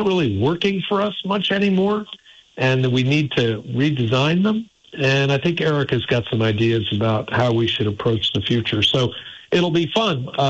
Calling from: Montpelier, Vermont, United States; I'm calling in from Montpelier.

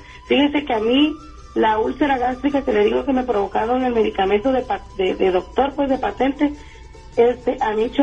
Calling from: Garland, Texas, United States; De Garland

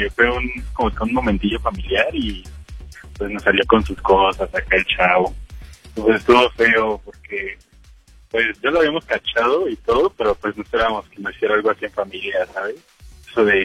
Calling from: San Vicente Chicoloapan, State of Mexico, Mexico; De acá, de San Vicente, Chicolapan

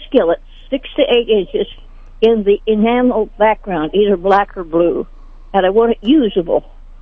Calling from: Sedalia, Missouri, United States

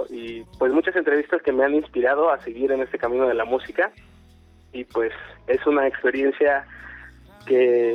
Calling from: Morelos, Mexico; soy músico de Morelos

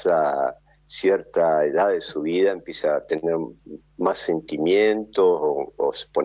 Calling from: Tolosa, Buenos Aires Province, Argentina; soy de Tolosa

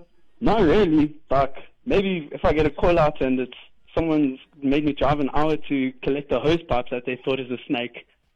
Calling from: Pretoria, Gauteng, South Africa; Hatfield, Pretoria.

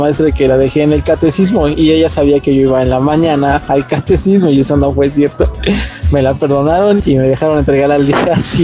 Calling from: San Pablo del Monte, Tlaxcala, Mexico; tengo 35 años y te escucho de San Pablo del Monte.

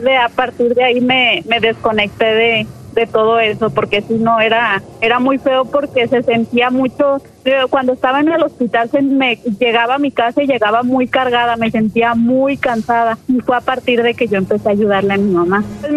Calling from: Guadalajara, Jalisco, Mexico; De Guadalajara.

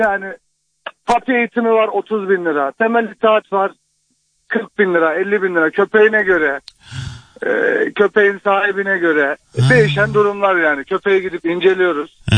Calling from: Antalya, Turkey; ben Antalya'dan.

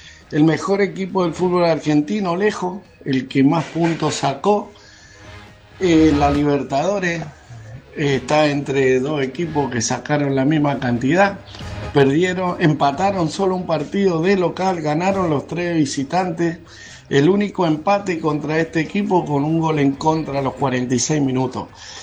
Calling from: Valencia, Valencian Community, Spain; desde Valencia, España.

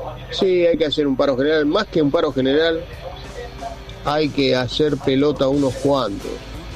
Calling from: San Martín, Buenos Aires Province, Argentina; de San Martín.

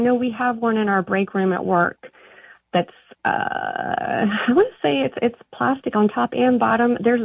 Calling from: Charlotte, North Carolina, United States; calling from Charlotte.

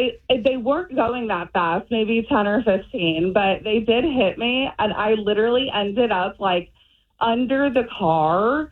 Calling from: Indianapolis, Indiana, United States; I'm from Indianapolis.

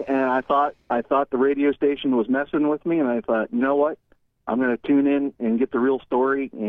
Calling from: Louisville, United States; No, I'm in Louisville right now. I'm from Louisville. I'm here.

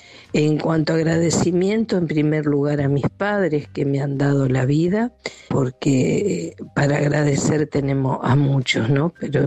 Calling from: Arroyo Seco, Santa Fe, Argentina; de Arroyo Seco.

